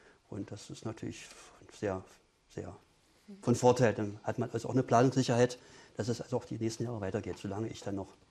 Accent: Potsdam, Brandenburg, Germany; now in Dessau, Germany; ich komme eigentlich aus Potsdam.

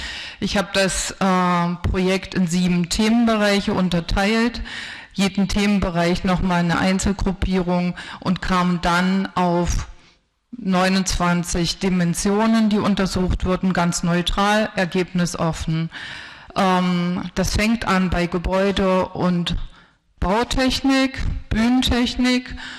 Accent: Halle, Saxony-Anhalt, Germany; ich komme aus dieser Gegend, ich habe in Halle studiert, Halle ist meine Heimatstadt. Ich bin hier tief verwurzelt

